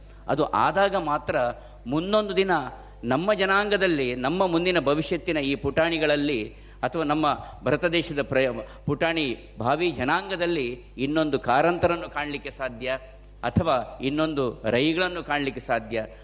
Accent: Karnataka, India; ಮನೆ ಭಾಷಿಗರಾಗಿದ್ದುಕೊಂಡು ನಾವು ತುಳುವರು, ಗಟ್ಟಿಯಾದಂತಹ ಅನುಷ್ಠಾನದಲ್ಲಿ ಕನ್ನಡಿಗರು, ಎಲ್ಲ ನೆಲೆಗಳೊಂದಂತೆ ನಾವು ಭಾರತೀಯರು ಎನ್ನುವಂಥ ತತ್ವದಲ್ಲಿ ಬಾಳಿ ಬದುಕಿದವರು.

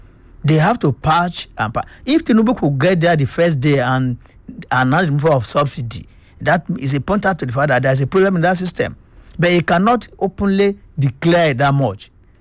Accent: Nigeria; I am one Nigerian

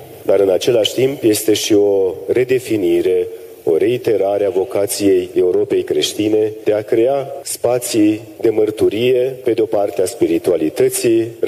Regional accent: Romania; Pentru noi români însă este și un moment de afirmare a identității

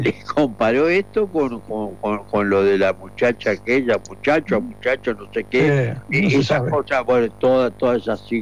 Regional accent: Florida, Uruguay; digo yo que soy de Florida

